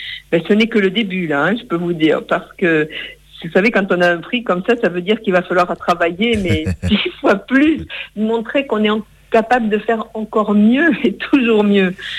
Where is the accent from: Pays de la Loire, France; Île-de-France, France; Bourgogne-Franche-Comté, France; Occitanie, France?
Occitanie, France; Nous sommes bien dans les Hautes-Pyrénées et très fiers d'être un Piémont pyrénéen, puisque on est du Piémont